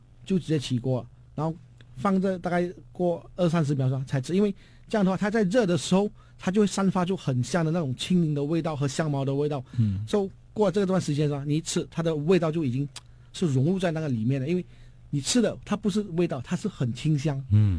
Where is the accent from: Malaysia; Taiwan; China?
Malaysia; George Town, Penang; 我们槟城人一般的话都是比较喜欢用椰奶